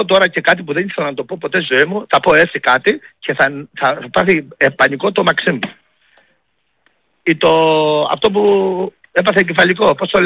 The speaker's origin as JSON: {"language": "Greek", "country": "Greece", "said": "είμαι Έλληνας πατριώτης"}